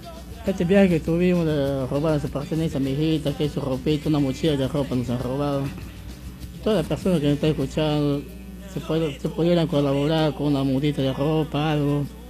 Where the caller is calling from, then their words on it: Islandia, Loreto, Peru; Vengo a pedir un apoyo social para poder regresar a mi pueblo, que es Islandia, frontera con Brasil.